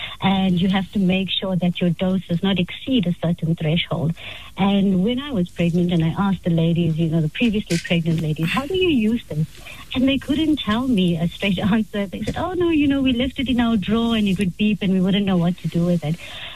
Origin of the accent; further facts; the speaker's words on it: Kokstad, KwaZulu-Natal, South Africa; now in Pretoria, South Africa; I'm actually from a very rural, small place in KZN, in Transkei, actually called Kokstad. We moved to Pretoria.